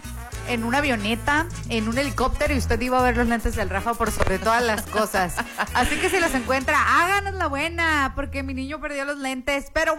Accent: Mexico; Demostramos que no somos lo que muestran las películas americanas, que México no es color amarillo

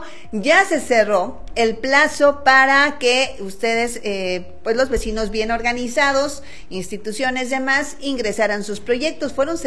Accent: Mexico; nos haríamos como mexicanos

